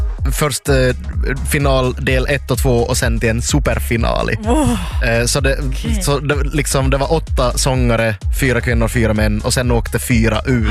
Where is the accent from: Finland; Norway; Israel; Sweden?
Finland; man har ju undrat kanske som finlandssvensk som är i ett sånt mellanlandsläge på något vis. Man är ibland känner man ju att man är neither here nor there kulturellt så där.